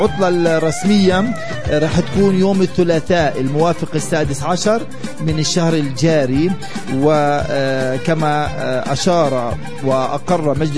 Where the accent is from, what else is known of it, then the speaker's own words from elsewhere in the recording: West Bank, Palestine; عندنا في الضفة الغربية